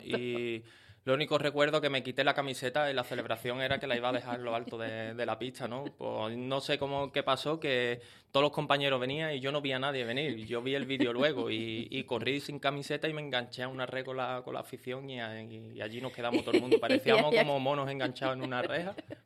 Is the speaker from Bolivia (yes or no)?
no; Spain; eso creo que soy el único español, ¿no?, que han pagado ese dinero para que vuelva.